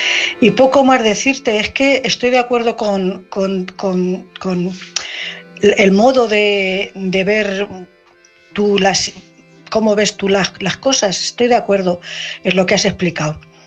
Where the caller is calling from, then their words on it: Cuenca, Castilla-La Mancha, Spain; corresponsal de Cuenca.